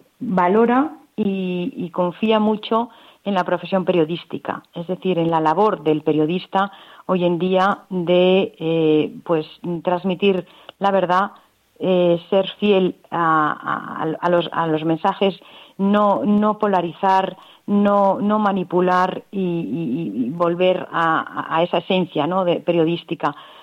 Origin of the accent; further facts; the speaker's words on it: Canary Islands, Spain; todos los canarios como españoles